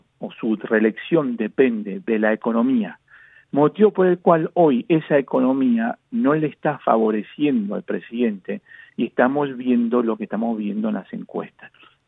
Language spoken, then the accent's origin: Spanish; Argentina; Los que vota somos los argentinos.